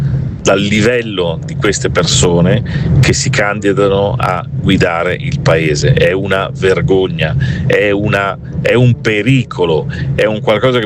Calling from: Milan, Lombardy, Italy; da Milano

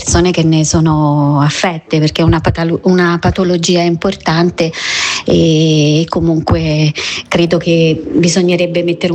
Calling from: Rome, Lazio, Italy

